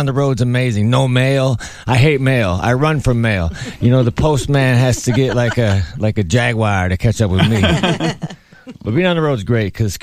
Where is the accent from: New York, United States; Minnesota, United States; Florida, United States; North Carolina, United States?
Minnesota, United States; I come from Minnesota, so it was obviously snowy in the winter.